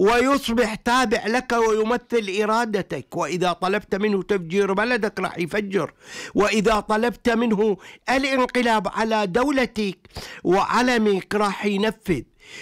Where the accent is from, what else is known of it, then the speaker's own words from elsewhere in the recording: Iraq; إلا في بلدنا العراق،